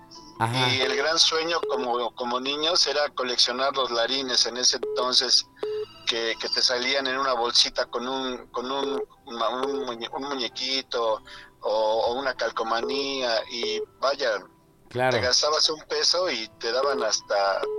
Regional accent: Puebla, Mexico

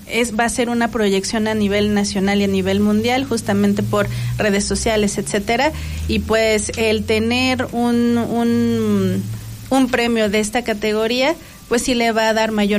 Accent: State of Mexico, Mexico; soy de aquí del Estado de México

